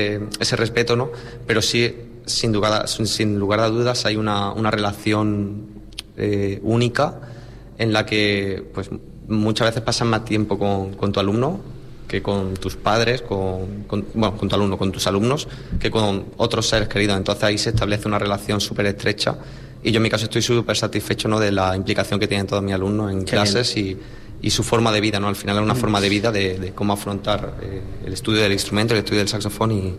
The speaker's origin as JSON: {"language": "Spanish", "town": "Bailén", "region": "Andalusia", "country": "Spain", "tie": "born or raised there", "said": "es típico de mi pueblo, de Bailén. Yo soy de Bailén."}